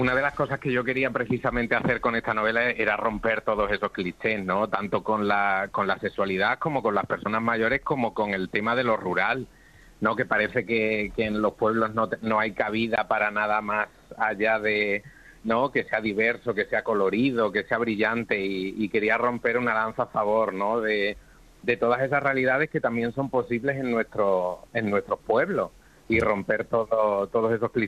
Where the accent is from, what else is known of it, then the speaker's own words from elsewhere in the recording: La Nava, Spain; moved away; mi pueblo, que es donde pasé mi infancia y mi adolescencia